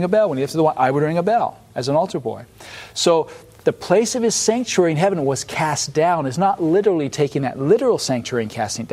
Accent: London, United Kingdom; born there

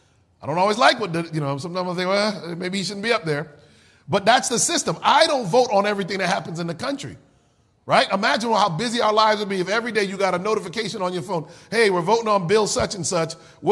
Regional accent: Connecticut, United States; I was born and raised in the Constitution State, Connecticut.

